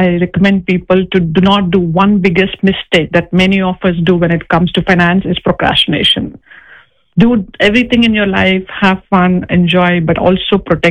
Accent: East Coast, United States; So I know, since I'm from the East Coast, I decided to come ahead of the time before the seminar

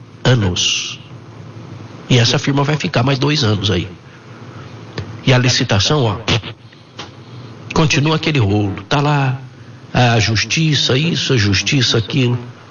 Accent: Minas Gerais, Brazil; Eu sou mineiro, desconfiado.

